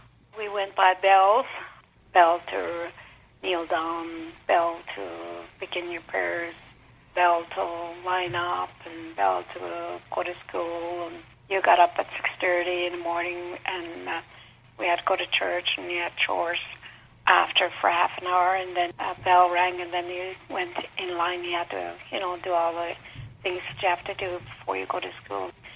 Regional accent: Wikwemikong, Manitoulin Island, Ontario, Canada; first language Ojibwe; English is a second language; now in Peterborough, Canada; I was born and raised in Wicomicon, Manitoulin Island. I now reside in Peterborough, Ontario. I am Ojibwe and Odawa.

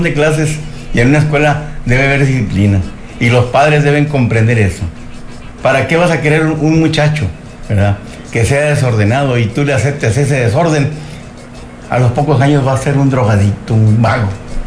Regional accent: Allende, Coahuila, Mexico; Yo soy de Allende, nativo de Allende, Coahuila.

